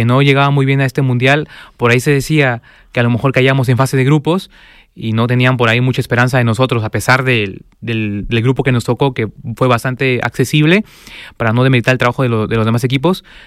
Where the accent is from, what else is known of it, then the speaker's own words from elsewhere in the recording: Mexico; Sí, como mexicano, pues sí, queremos que le vaya bien a nuestra selección